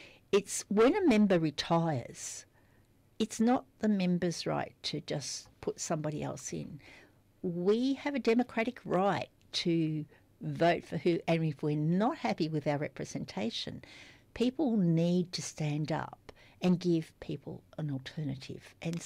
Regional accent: Traralgon, Victoria, Australia; And I'm from Traralgon, and there was a great sense of injustice.

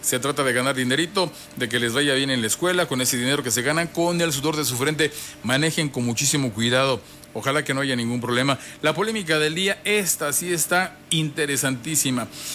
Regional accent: Mexico; Así somos los mexicanos

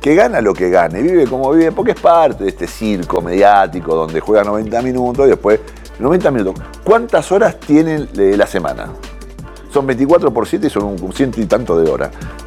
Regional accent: Argentina; born there; yo que nací en Argentina, cara.

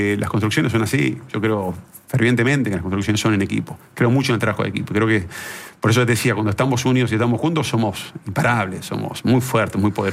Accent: Argentina; Yo soy argentino.

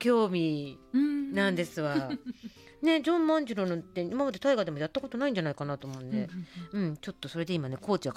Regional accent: Tohoku, Japan; moved away; 私やっぱり東北出身なのもの

